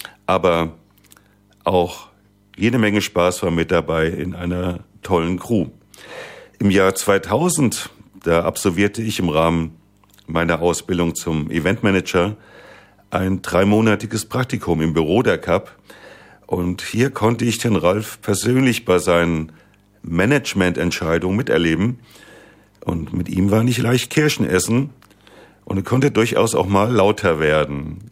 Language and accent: German; Frankfurt, Hesse, Germany; Obwohl im Kamerun, also Gallus, aufgewachsen, bin auch ich ein Kind der Cup in Eschersheim geworden